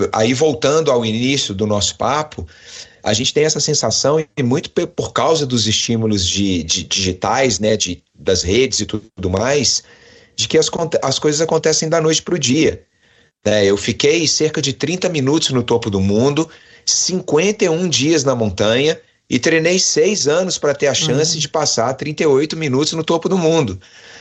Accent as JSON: {"language": "Portuguese", "region": "Minas Gerais", "country": "Brazil", "said": "Olha, eu gosto do ambiente, não vou, como bom mineiro, não vou esconder isso do oceano, mas gosto demais."}